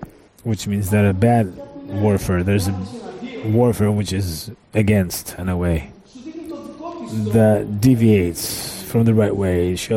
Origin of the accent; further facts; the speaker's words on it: Rhodes, South Aegean, Greece; English is a second language; within a year I was in Heraklio from Rhodes, what was my homeland.